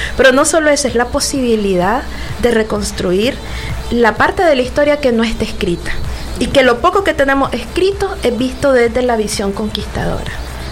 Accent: Managua, Nicaragua; Yo soy de Managua

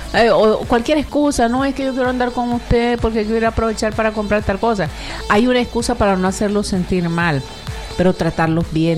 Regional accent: Nicaragua

